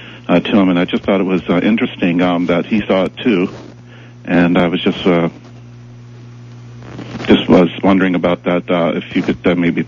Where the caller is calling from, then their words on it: Mississauga, Ontario, Canada; I'm calling from Mississauga.